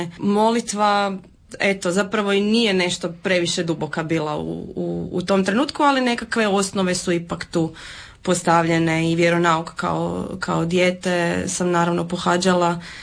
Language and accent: Croatian; Zagreb, City of Zagreb, Croatia; Dolazim iz Zagreba, udata sam, 34 godine